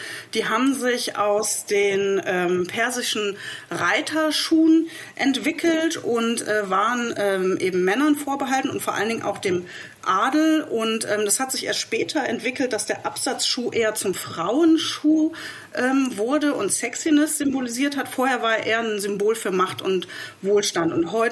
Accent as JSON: {"language": "German", "town": "Leipzig", "region": "Saxony", "country": "Germany", "tie": "born or raised there", "said": "dann habe ich halt erstmal rund um meine Heimatstadt Leipzig recherchiert."}